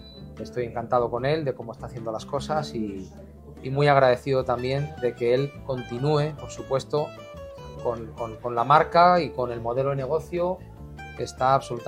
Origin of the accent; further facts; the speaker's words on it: Salamanca, Castile and León, Spain; moved away as an adult; now in Sanlúcar de Barrameda, Spain; soy del interior, soy de Castilla